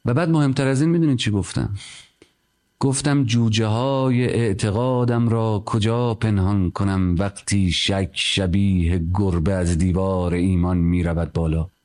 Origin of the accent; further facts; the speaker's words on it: Varamin, Tehran Province, Iran; برای اینکه من تو ورامین بزرگ شدم،